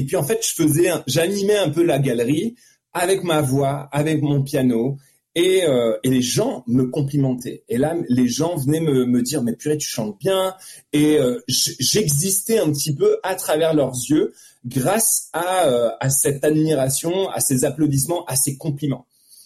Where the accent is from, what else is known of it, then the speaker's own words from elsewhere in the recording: Hauts-de-France, France; je suis un ch'ti, ou en tout cas, je suis né dans le nord de la France. J'ai fait mes 20 premières années dans le nord de la France.